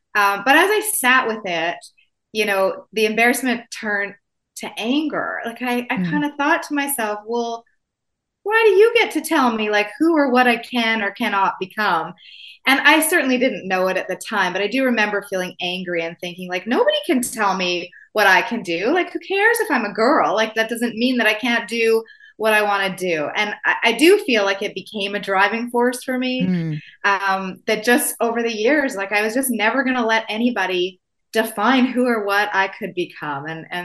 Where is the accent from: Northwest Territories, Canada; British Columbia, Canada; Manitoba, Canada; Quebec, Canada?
Manitoba, Canada; Winnipeg; as you said, I grew up in Winnipeg.